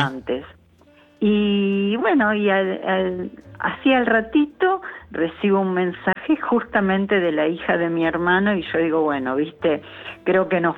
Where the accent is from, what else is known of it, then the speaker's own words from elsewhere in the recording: Lanús, Buenos Aires Province, Argentina; born there; Porque yo nací en casa, nací en Lanús, pero en mi casa.